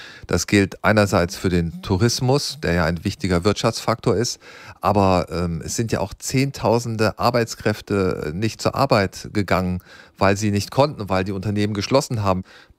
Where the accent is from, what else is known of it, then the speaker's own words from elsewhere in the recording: Germany; deswegen darf ich das als Deutscher vielleicht auch sagen